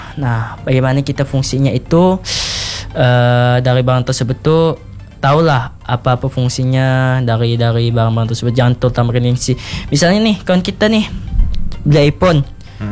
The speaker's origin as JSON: {"language": "Indonesian", "country": "Indonesia", "said": "kita pun lahir di Indonesia"}